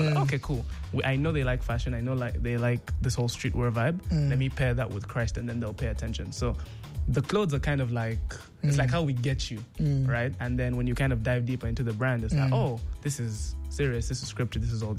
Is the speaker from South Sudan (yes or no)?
yes; South Sudan; I'm from South Sudan.